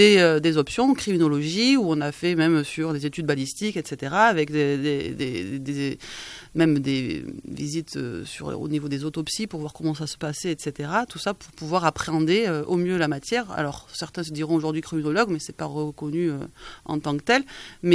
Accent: Pau, Nouvelle-Aquitaine, France; moved away as an adult; also born or lived in Paris; Je suis originaire de Pau, même.

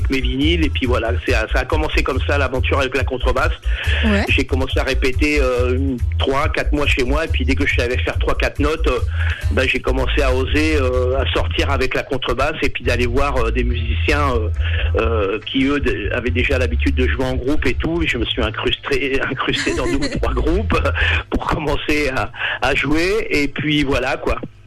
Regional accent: Étampes, Île-de-France, France; dans mon bled à Étampes, en banlieue de Paris

